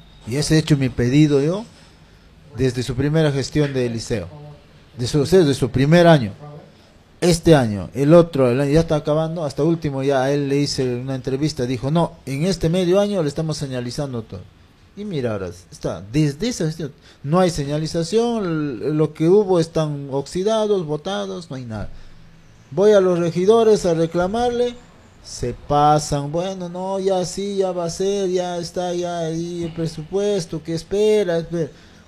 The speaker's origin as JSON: {"language": "Spanish", "country": "Peru", "tie": "born or raised there", "also_born_or_lived": "Jauja", "said": "yo no soy neto de acá, no, pero yo soy residente de Jauja, pero he crecido aquí desde la edad de 4 años, 1978, y llegado yo en donde era selva, allá en mi centro poblado, Unión Autique."}